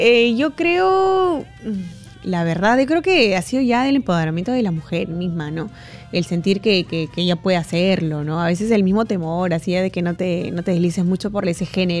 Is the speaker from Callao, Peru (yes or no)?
yes; Callao, Peru; Sí, es que yo soy del Callao. Ya. O sea, yo vengo del Callao